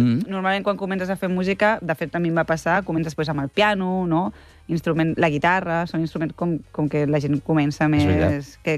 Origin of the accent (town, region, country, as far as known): Barcelona, Catalonia, Spain